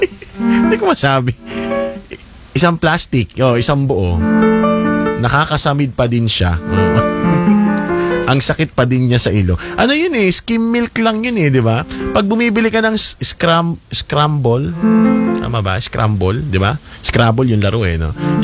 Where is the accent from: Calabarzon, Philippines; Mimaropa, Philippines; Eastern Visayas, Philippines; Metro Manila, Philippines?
Calabarzon, Philippines; Quezon; dun sa amin sa Quezon